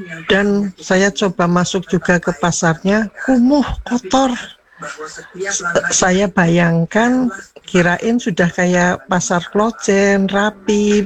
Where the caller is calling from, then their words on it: Malang, East Java, Indonesia; Sebagai warga Malang